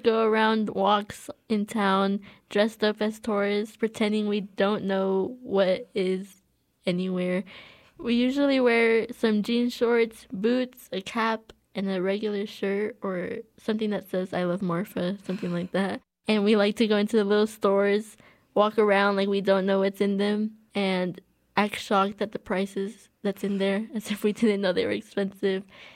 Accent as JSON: {"language": "English", "country": "Mexico", "tie": "born or raised there", "also_born_or_lived": "United States", "said": "I told him I was born in Mexico, but raised here."}